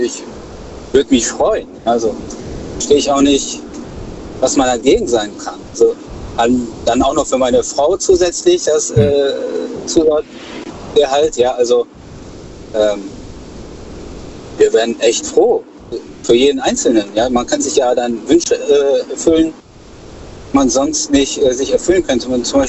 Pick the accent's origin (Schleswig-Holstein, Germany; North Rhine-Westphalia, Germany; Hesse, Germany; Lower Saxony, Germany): North Rhine-Westphalia, Germany; Düsseldorf; Nee, ich komme aus Düsseldorf.